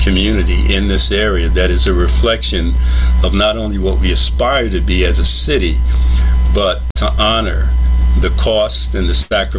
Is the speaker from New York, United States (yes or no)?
yes; New York City, New York, United States; now in Portland, United States; I'm a New Yorker. I grew up in Bedford-Stuyvesant in Brooklyn, which has been tremendously gentrified, tremendously.